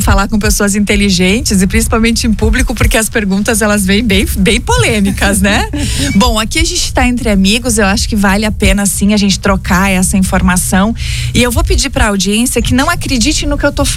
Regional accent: Rio Grande do Sul, Brazil; eu que sou gaúcha

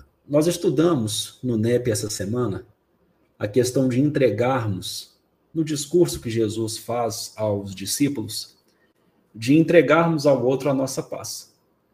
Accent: Minas Gerais, Brazil; Carol, eu sou mineiro, né?

